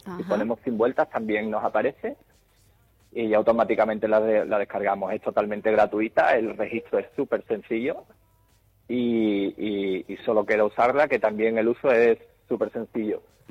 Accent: Chipiona, Andalusia, Spain; now in Seville, Spain; yo soy de Cádiz, soy de Chipiona

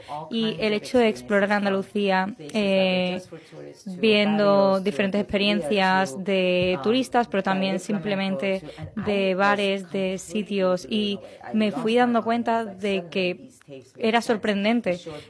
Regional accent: Iran; first language Persian; Spanish is a second language; moved away; me crié en Irán, todos los años de mi vida formativo fueron en Irán. Entonces, el farsi es mi primer idioma y es verdad que luego estuve en un ambiente inglés durante 35 años

